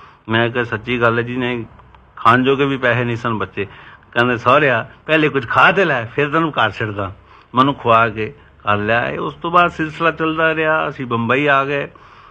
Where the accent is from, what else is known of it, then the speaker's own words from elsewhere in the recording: Punjab, India; ਮੈਂ ਕਿਹਾ ਸਰਦਾਰ ਜੀ ਮੈਂ ਪੰਜਾਬੀ ਹਾਂ, ਮੈਂ ਐਕਟਰ ਹੈਗਾ।